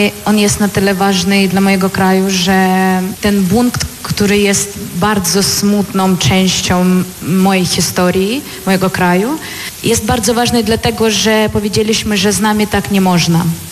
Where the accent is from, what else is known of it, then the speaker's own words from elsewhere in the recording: Ukraine; moved away; bo pochodzę z Ukrainy